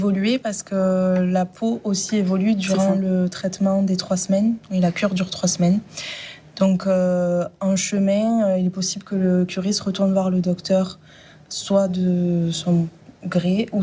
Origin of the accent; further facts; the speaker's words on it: Avène, Occitanie, France; Alors moi, je suis originaire d'Aven. Donc je suis née ici, j'ai grandi ici, et donc j'ai toujours connu la station thermale